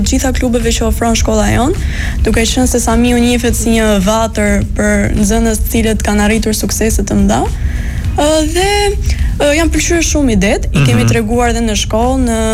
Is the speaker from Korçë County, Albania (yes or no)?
yes; Korçë, Korçë County, Albania; now in Tirana, Albania; Unë origjinë jam nga jugu, jam nga Korça